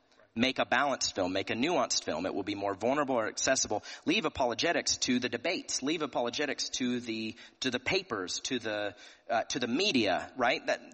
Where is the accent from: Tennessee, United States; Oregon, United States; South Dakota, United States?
Tennessee, United States; I'm from Tennessee.